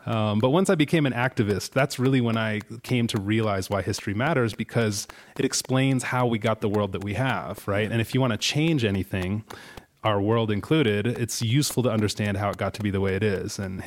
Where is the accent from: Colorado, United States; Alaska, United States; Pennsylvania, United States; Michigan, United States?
Colorado, United States; Boulder; I grew up in Boulder